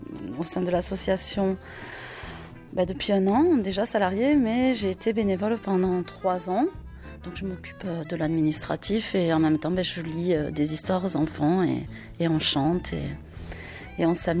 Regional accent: Carmaux, Occitanie, France; born there; Donc, moi je suis née à Carmaux. Bon, après j'ai bougé, mais je suis née à Carmaux.

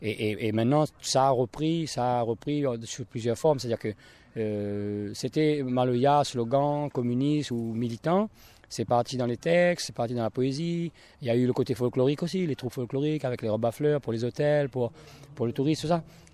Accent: Réunion

